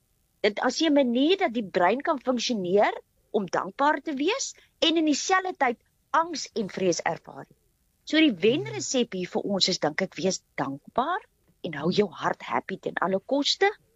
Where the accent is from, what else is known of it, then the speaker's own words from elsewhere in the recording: Karoo, South Africa; now in Cape Town, South Africa; Nou, ek is van nature so, ek het in die Karoo groot geword. Ek het met son groot geword.